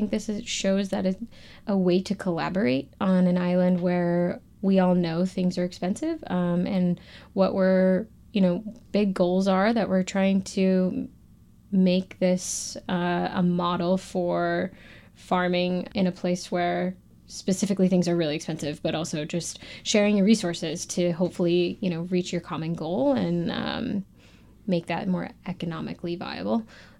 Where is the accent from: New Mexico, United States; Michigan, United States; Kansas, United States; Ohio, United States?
Michigan, United States; moved away as an adult; also born or lived in New York City; now in Martha's Vineyard, United States; I'm from Michigan originally.